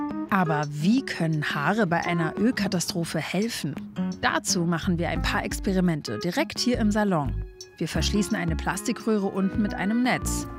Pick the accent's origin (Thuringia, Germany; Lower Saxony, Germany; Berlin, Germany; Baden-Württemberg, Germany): Berlin, Germany; Normalerweise mache ich das ja in meiner Heimatstadt Berlin.